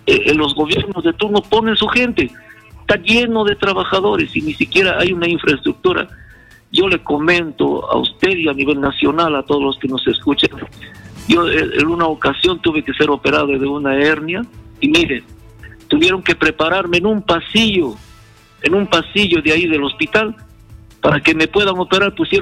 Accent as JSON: {"language": "Spanish", "country": "Peru", "said": "todos somos peruanos, todos somos ciudadanos en igualdad."}